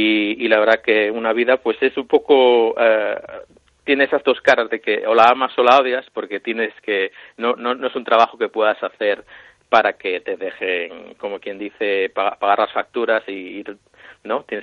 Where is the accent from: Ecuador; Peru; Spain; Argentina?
Spain; Ponferrada, Castile and León; also born or lived in Ferrol / Narón; Mis padres somos todos gallegos, pero bueno, mis padres querían que naciera allí y eso fue la decisión que tomaron. Pero bueno, yo estuve viviendo en Ponferrada hasta los 16 años, en los que nos mudamos de vuelta para Narón